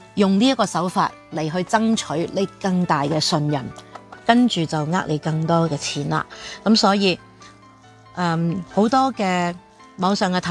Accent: Qingyuan, Guangdong, China; 我係清遠人。

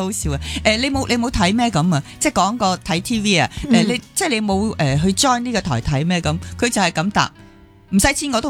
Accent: Hong Kong; 其实几关我哋香港人士嘅，

